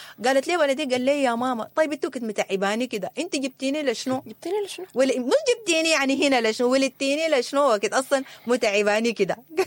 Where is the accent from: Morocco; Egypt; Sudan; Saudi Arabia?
Sudan; نحن سودانيين